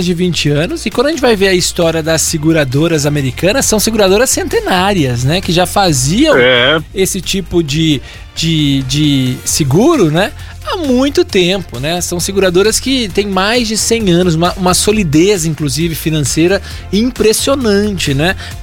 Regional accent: Brazil; moved away as an adult; now in United States; Eu sou brasileiro, mas estou nos Estados Unidos

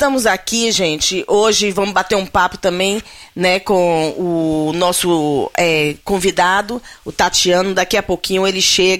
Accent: Northeast Region, Brazil; moved away; nós que somos nordestinos.

